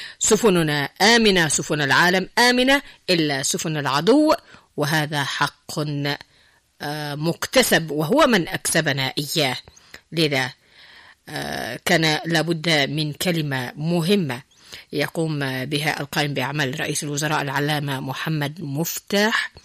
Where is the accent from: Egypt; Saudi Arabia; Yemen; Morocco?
Yemen